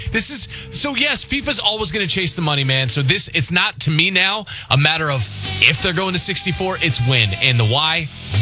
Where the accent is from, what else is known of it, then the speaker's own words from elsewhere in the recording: United States; as an American